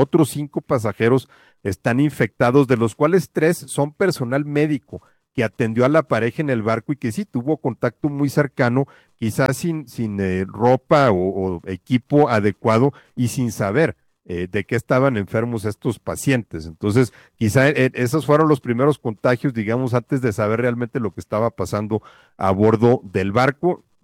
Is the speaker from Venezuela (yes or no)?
no; Coahuila, Mexico; también hay que ir a Coahuila, Maca, porque hijo, de veras que a veces en mi tierra pasa cosas que dan pena